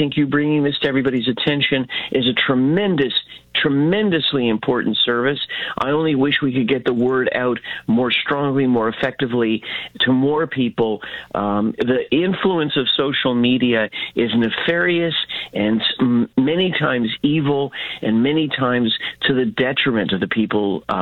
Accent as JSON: {"language": "English", "country": "Canada", "said": "Wait a minute. I'm Canadian. I know I should be used to it."}